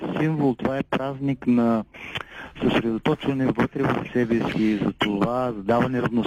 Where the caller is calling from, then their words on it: Varna, Varna Province, Bulgaria; от Варна.